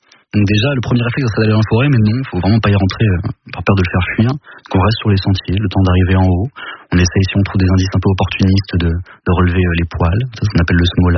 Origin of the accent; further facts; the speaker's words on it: Roubaix, Hauts-de-France, France; j'ai grandi à Roubaix, à M.